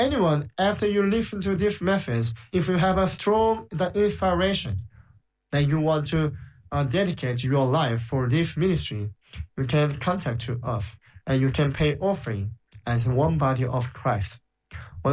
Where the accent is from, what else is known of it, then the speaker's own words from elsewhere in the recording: South Korea; And I am the missionary from South Korea, our headquarters in the South Korea.